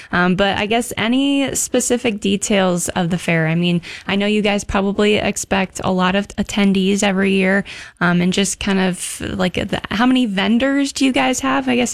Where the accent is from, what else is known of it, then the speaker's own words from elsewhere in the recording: Nebraska, United States; I'm from Nebraska